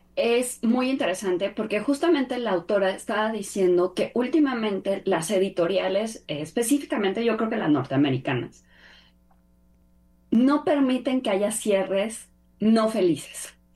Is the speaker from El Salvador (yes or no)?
no; Mexico; a mí, como mexicana, me pareció un cierre muy coherente.